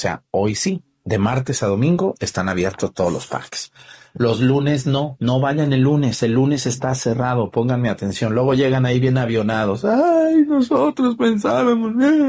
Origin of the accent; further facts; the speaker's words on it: Mexticacán, Jalisco, Mexico; Allá en Mexicacán, mi tierra donde yo nací, ese pueblito de los Altos de Jalisco, que está muy cerca de Yahualica, Nochistlán.